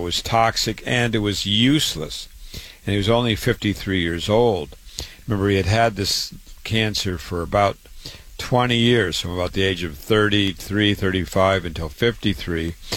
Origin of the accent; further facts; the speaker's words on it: Waterloo, Iowa, United States; born and raised in Waterloo, Iowa, went to public school, university, medical school, real doctor, MD at 25